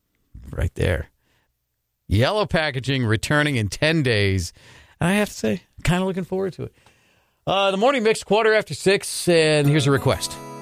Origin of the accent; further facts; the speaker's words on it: Southington, Connecticut, United States; moved away; Southington, you know, where I grew up. And again, it was kind of farm country, I think, back when my parents moved there.